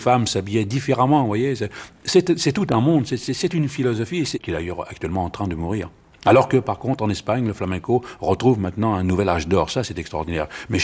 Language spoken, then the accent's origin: French; Paris, Île-de-France, France; Il est évident que j'ai été élevé à Belleville. J'ai vécu à Belleville au milieu de tous mes amis qui fréquentaient les bals musettes.